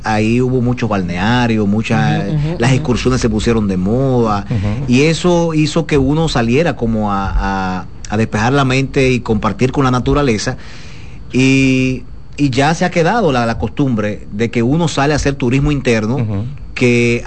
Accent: Dominican Republic; vemos muchos dominicanos que queremos irnos del país

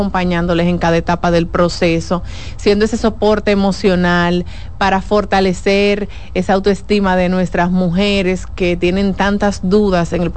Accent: Dominican Republic

